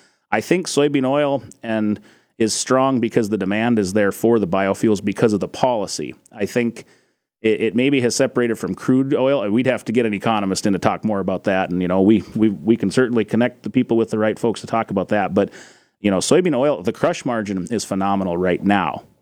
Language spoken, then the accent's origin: English; Dazey, North Dakota, United States; I'm from Daisy, North Dakota, over in Barnes County, and farm around that Wimbledon Courtney area up there.